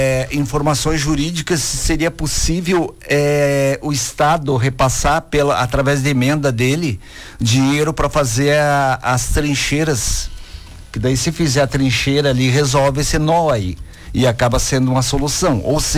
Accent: Guarujá, São Paulo, Brazil; Nós que somos do Guarujá

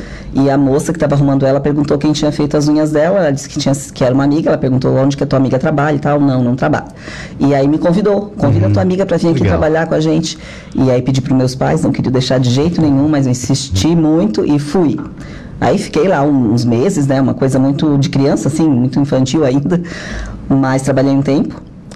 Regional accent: Rio Grande do Sul, Brazil; now in Santa Catarina, Brazil

